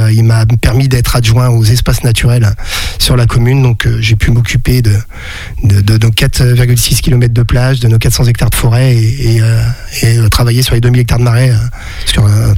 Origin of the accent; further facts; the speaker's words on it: Pays de la Loire, France; also born or lived in Challans / Notre-Dame-de-Monts; quand j'étais très jeune, j'étais sur la région chalandaise et puis après je me suis installé avec mes parents quand j'étais ado sur Notre-Dame.